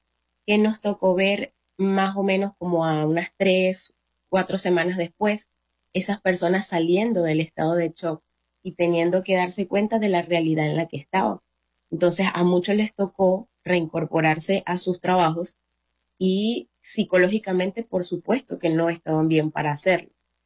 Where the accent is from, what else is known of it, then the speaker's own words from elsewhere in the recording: Barquisimeto, Lara, Venezuela; como soy de Barquisimeto, mi trabajo como médico no fue estando directamente en los centros de salud de La Guaira.